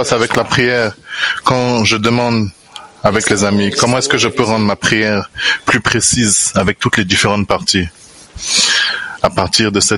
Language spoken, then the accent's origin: French; England, United Kingdom